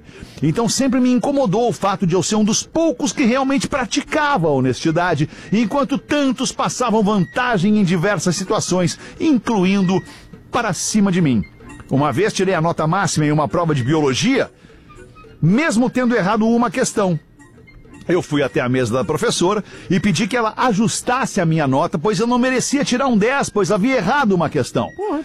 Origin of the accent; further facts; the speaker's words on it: Porto Alegre, Rio Grande do Sul, Brazil; moved away as an adult; now in Sydney, Australia; Tenho 27 anos, sou natural de Porto Alegre, moro há 4 anos aqui em Sydney, na Austrália.